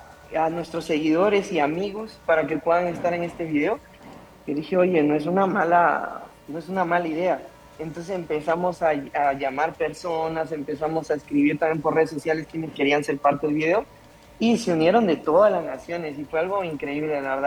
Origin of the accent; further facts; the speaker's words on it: Peru; now in Bogotá, Colombia; Yo soy de Perú, pero vivo en Colombia